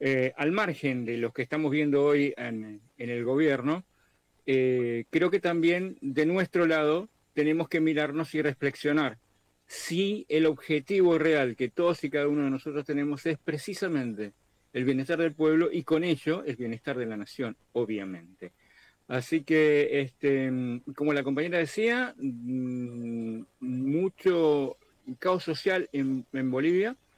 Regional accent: Argentina

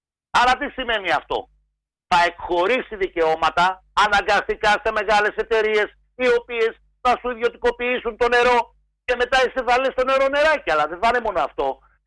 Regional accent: Oktonia, Central Greece, Greece; Εγώ κατάγομαι από την Οκτωνιά. Πήγαινε σήμερα να δεις την Οκτωνιά, ένα καφενείο και τέσσερα σπίτια. Αυτό που κάποτε ήταν κεφαλοχώρι.

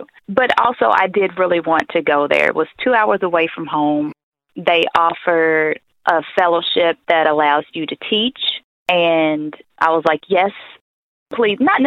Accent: Gustin, Kentucky, United States; It was, I grew up really about in Gustin, Kentucky.

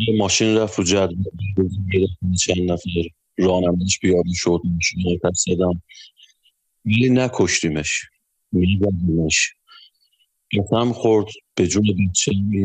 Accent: Ardabil, Ardabil Province, Iran; من از اردبیلم، شب 18 رفت اردبیل

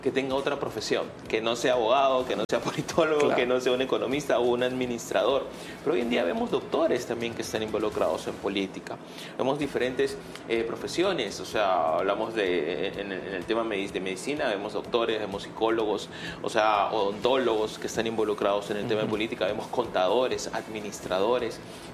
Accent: Lima, Peru; also born or lived in San Luis de Cañete; Mi mamá llegó con 2 niños, yo tenía 5 años, mi hermana tenía 4. Y bueno, crecí en Villa El Salvador, en medio de muchas carencias, muchas dificultades.

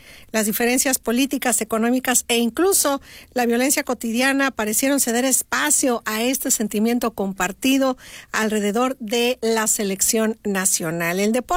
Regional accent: Mexico; Fuimos testigos también como mexicanos de cómo un pato con una camiseta se volvió el invitado especial

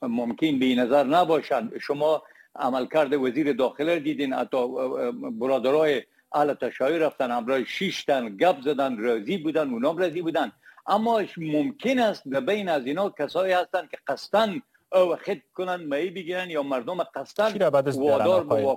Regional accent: Herat, Afghanistan; من خود من که از هرات هستم

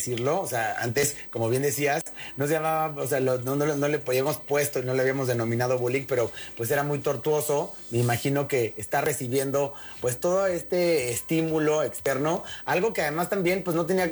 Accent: Mexico; nosotros como mexicanos

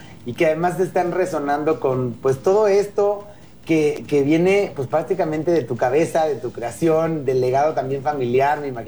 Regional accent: Mexico; nosotros porque somos mexicanos, nosotros porque nos encantan las enchiladas

